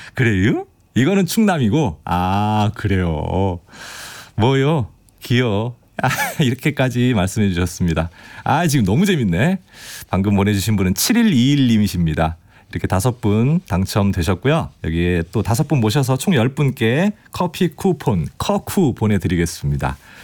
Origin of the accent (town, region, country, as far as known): Chungcheong, South Korea; also born or lived in Dangjin